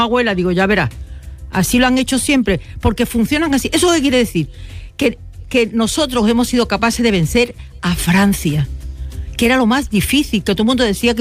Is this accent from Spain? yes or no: yes; Málaga, Andalusia, Spain; Yo soy de Málaga, pues yo quiero que gane España.